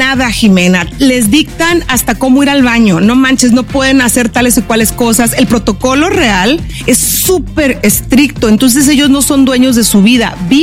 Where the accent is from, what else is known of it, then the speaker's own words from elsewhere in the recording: Mexico; o sea, yo como mexicana tengo que decir eso.